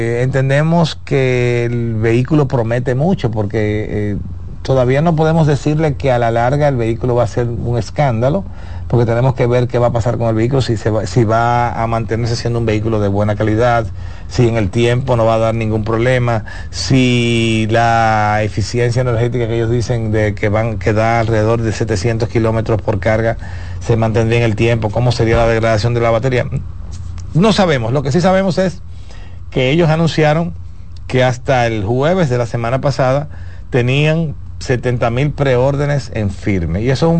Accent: Dominican Republic; nosotros como República Dominicana

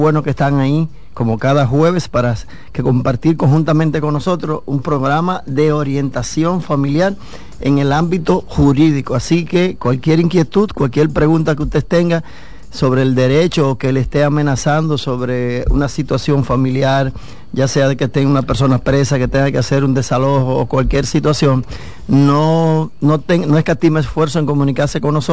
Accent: Dominican Republic; como abogado, como padre de familia, como dominicano

